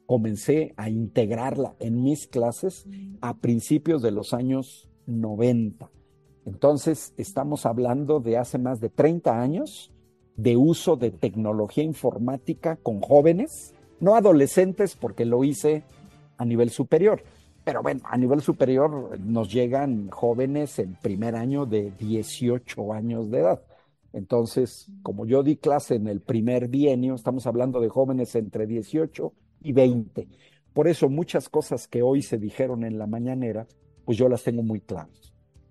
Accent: Mexico

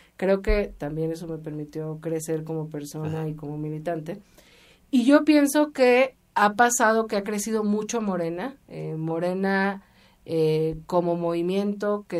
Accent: Mexico City, Mexico; la Agrícola Oriental, que es de donde yo soy, en Iztacalco

